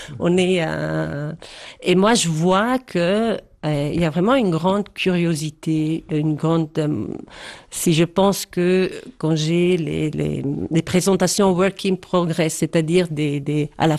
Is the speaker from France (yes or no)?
no; Poschiavo, Graubünden, Switzerland; also born or lived in Geneva; Quand j'étais à Genève et puis on me demandait, et je disais, je suis du Val Poschiavo